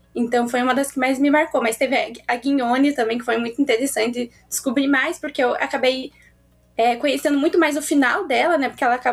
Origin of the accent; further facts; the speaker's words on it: Campo Largo, Paraná, Brazil; Eu nasci na região metropolitana, em Campo Largo, e lá não tinha muitas livrarias conforme eu fui crescendo.